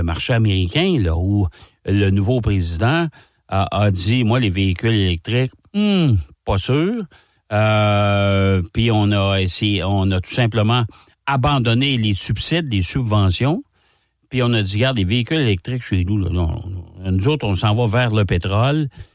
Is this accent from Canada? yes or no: yes; Canada; chez nous, au Canada.